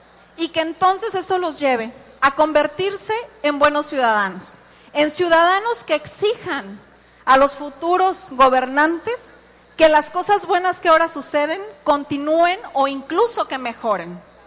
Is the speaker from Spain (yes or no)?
no; Cuauhtémoc, Colima, Mexico; Yo soy del municipio de Cuauhtémoc, entonces ya para estudiar mi carrera tenía que venir a Colima, pagar transporte todos los días